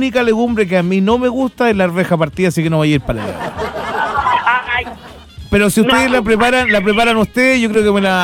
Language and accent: Spanish; Chile